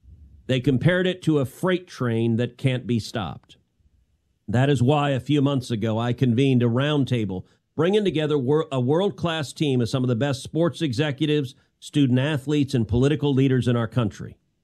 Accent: Texas, United States; Let's take my home state of Texas.

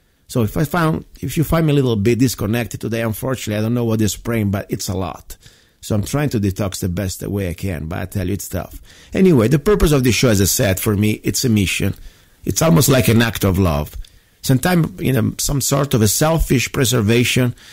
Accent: United States; not just the American, because I'm an American first, but also humans from around the world.

